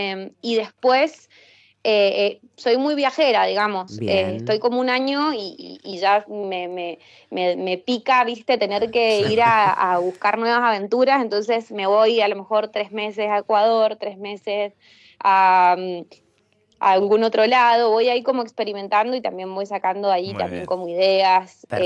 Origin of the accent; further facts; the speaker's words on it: Mendoza, Argentina; siempre que estoy más de 3 meses ya quiero volver a mi tierra.